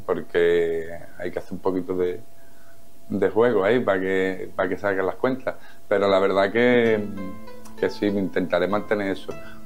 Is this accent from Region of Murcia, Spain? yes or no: no; Jerez de la Frontera, Andalusia, Spain; yo soy de aquí de Jerez